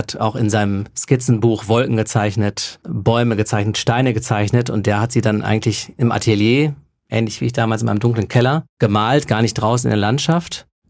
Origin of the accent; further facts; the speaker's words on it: Münster, North Rhine-Westphalia, Germany; ich bin so als Münsteraner mit der Skateboard-Kultur groß geworden, mit Titus.